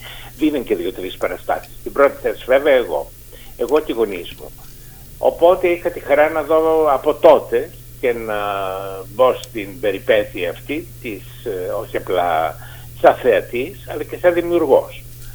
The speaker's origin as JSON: {"language": "Greek", "town": "Alexandroupoli", "region": "Eastern Macedonia and Thrace", "country": "Greece", "moved": "yes", "lives_now": "Athens, Greece", "said": "Εγώ όταν τέλος πάντων έφυγα από την Αλεξανδρούπολη, γιατί πια είμαι Αθηναίος πολιτογραφημένος, ήταν το 1966."}